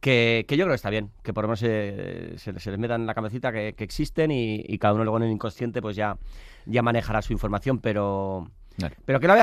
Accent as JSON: {"language": "Spanish", "region": "Basque Country", "country": "Spain", "said": "Y yo soy muy friolero. Soy vasco, sí, todo el mundo, todos los rodajes, ¡ay, qué frío! Pero si eres vasco, si eres del norte, que soy tan vasco como friolero"}